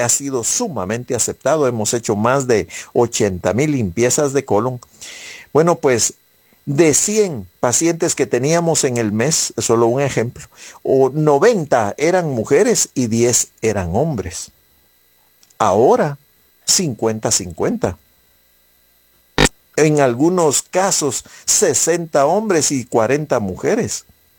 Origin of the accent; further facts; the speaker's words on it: Guatemala; nuestra cultura como guatemaltecos